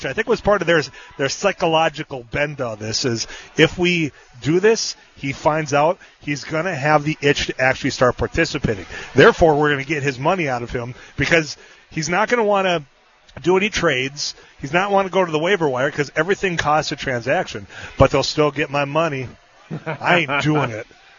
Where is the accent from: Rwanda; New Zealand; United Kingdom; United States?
United Kingdom; Leeds, Yorkshire and the Humber; somebody from my hometown of Leeds